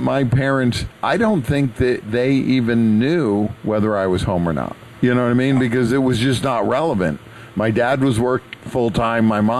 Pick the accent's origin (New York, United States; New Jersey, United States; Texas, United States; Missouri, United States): New York, United States; growing up in New York in the 70s.